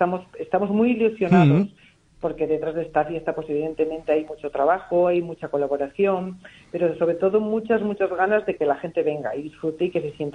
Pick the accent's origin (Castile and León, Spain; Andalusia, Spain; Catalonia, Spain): Castile and León, Spain; San Miguel de las Dueñas